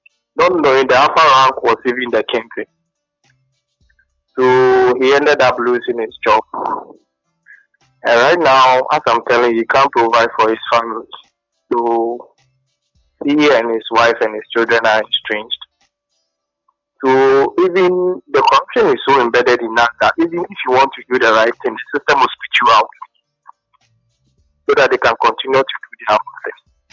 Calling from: Tema, Greater Accra, Ghana; calling from Tema.

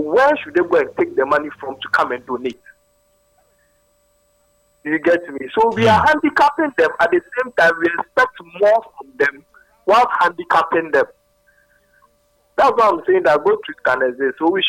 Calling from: Greater Accra, Ghana; So this is … I'm from Ablekuma.

